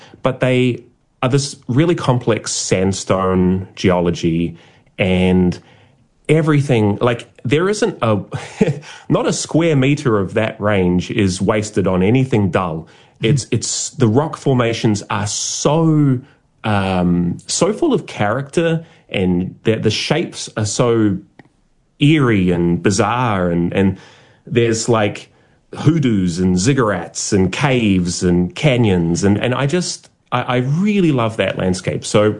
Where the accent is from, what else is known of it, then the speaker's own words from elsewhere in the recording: South Island, New Zealand; now in Australia; I'm a Kiwi and I grew up in the South Island, of course, I worship mountains.